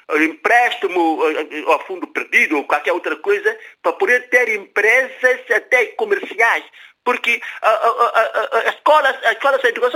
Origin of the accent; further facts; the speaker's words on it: Guinea-Bissau; Portuguese is a second language; E nós, da Guiné